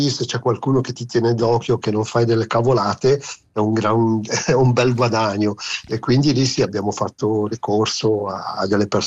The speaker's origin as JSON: {"language": "Italian", "region": "Ticino", "country": "Switzerland"}